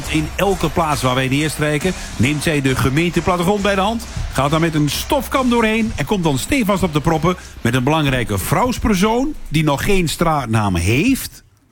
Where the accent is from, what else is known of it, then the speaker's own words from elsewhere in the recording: Enschede, Overijssel, Netherlands; Ik kom zelf uit Enschede en in Hengelo zijn ze al een beetje slom.